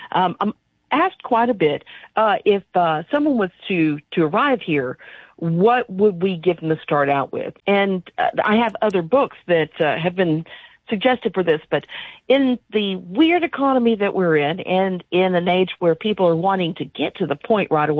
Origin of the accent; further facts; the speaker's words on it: Little Rock, Arkansas, United States; I've been an Arkansasian my entire life. My family's from Lower Arkansas, and I grew up in Little Rock